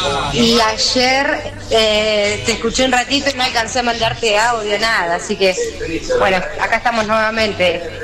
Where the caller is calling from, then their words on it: General Roca, Río Negro, Argentina; acá te estamos escuchando desde General Roca, Río Negro, desde La Polle